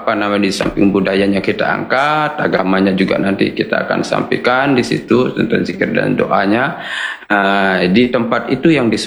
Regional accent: Lombok, West Nusa Tenggara, Indonesia; masyarakat kami di Desa Lingsar

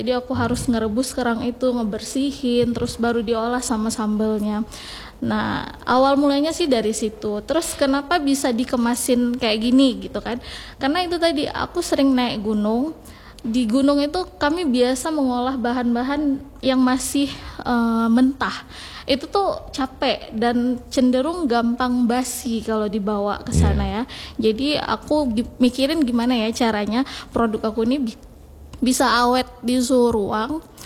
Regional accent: Aceh, Indonesia; karena kita orang Aceh

